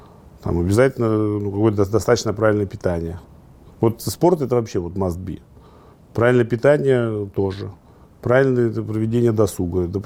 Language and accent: Russian; Oryol, Oryol Oblast, Russia; Это в Орле, да. И уже такой бизнес мы построили там